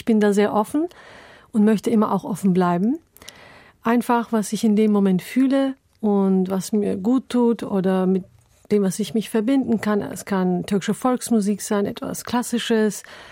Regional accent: Munich, Bavaria, Germany; German is a second language; Ich bin in München aufgewachsen und da ich am Anfang wirklich nicht gut Deutsch konnte im Kindergarten

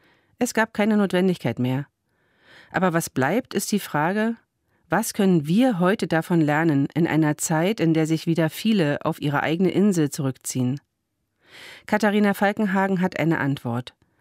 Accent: East Germany, Germany; now in Bremen, Germany; Ich bin selbst in der DDR aufgewachsen

